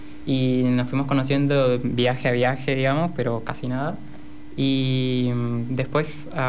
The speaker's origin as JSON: {"language": "Spanish", "town": "Ituzaingó", "region": "Corrientes", "country": "Argentina", "moved": "yes", "said": "somos de Ituzaingó, Corrientes."}